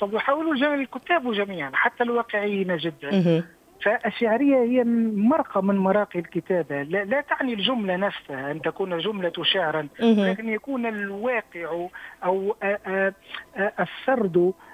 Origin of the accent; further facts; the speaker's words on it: Tunisia; وأنا كاتب تونسي